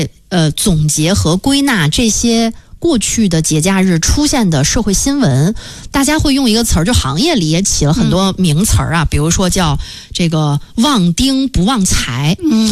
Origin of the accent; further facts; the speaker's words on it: China; 我们中国人其实还挺介意说不认识的人来我们家的